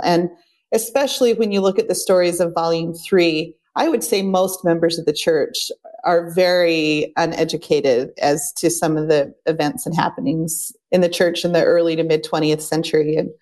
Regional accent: United States; As an American

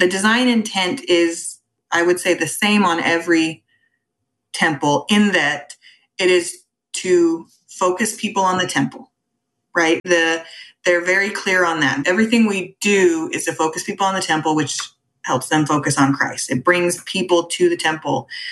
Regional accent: Western and Midwestern United States, United States; now in Florida, United States; I'm a bit of a nomad. I'm from the Western and Midwestern United States. I've bounced around a lot, but I met and married a Florida boy.

